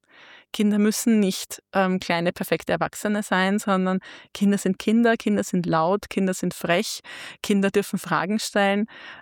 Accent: Vienna, Austria; Also ich bin selber in Simmering in einer Pfarre aufgewachsen, wo in unserem Pfarrklientel eine ganz bunte Mischung aus Menschen ist.

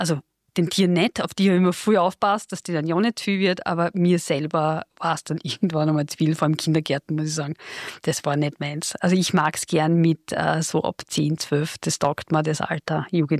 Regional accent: Vienna, Austria; Also ich als Wiener, ein paar junge Leute, das ist total nett

